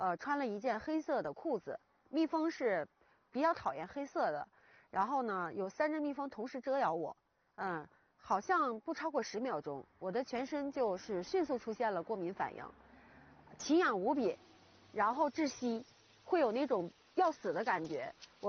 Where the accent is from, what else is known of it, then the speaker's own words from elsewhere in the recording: Yichun, Heilongjiang, China; moved away as an adult; also born or lived in Beijing; 我是一个离不开自然的人，从小就在山里面长大，就是一回来就觉得浑身舒服。